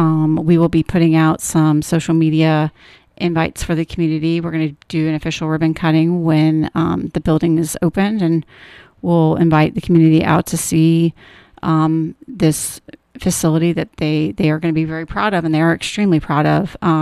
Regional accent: St. Johns County, Florida, United States; I'm from St. John's County.

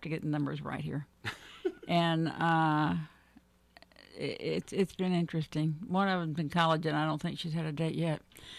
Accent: United States; now in Putnam County; I grew up in Clay County before it had 4 lanes in it.

